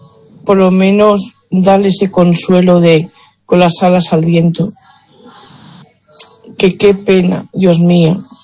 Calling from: Ourense, Galicia, Spain; llamo de Ourense.

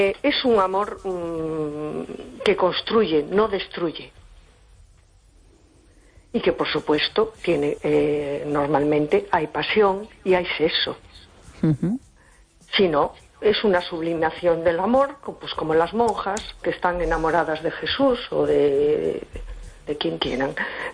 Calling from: A Coruña, Galicia, Spain; de Coruña.

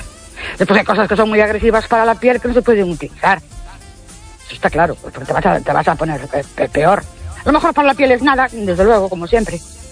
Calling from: Ourense, Galicia, Spain; de Orense otra vez.

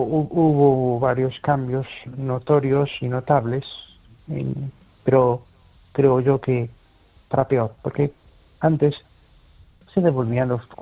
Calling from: Amoeiro, Galicia, Spain; de Un Pueblo de Amoiro

